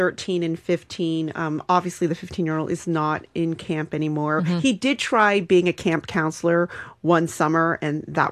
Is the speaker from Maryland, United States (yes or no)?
yes; Maryland, United States; so and also I grew up in Maryland.